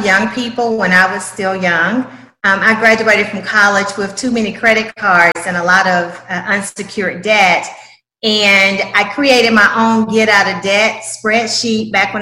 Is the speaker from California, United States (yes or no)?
no; Chattanooga, Tennessee, United States; moved away as an adult; also born or lived in Atlanta, Georgia; I am of Chattanooga, Tennessee. Lived in Atlanta for 30 years before migrating back to my hometown, and I'm a graduate of the University of Tennessee